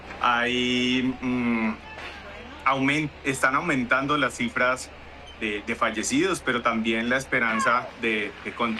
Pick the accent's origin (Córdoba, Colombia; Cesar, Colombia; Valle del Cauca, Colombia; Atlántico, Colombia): Valle del Cauca, Colombia; Cali; Pero también hay algo positivo y es que como caleños nos hemos solidarizado mucho.